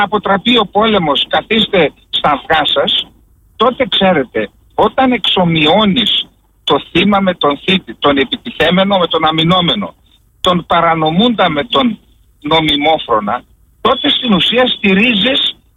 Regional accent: Greece; Στην Ελλάδα είμαστε Έλληνες, είμαστε.

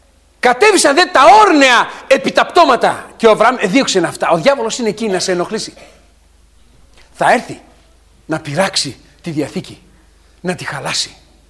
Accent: Greece; Επειδή διαλέξαμε σαν έθνος να λατρεύουμε την κτήση μάλλον παρά τον κτήσατα.

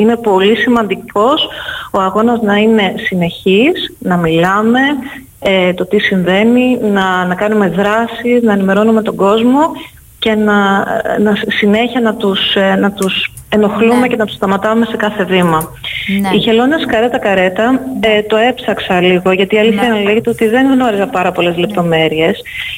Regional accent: Netherlands; Είμαι από την Ολλανδία.

